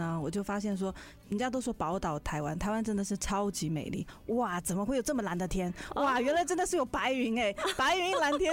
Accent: Shanghai, China; moved away as an adult; now in Taiwan; 我上海人哦。

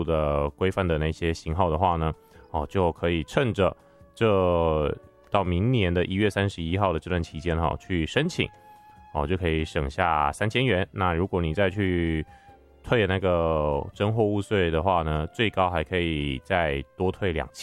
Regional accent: Taiwan; 那我们台湾人呢，虽然已经习惯了哈

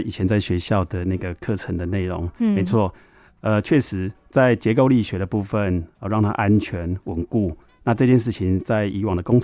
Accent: Taiwan

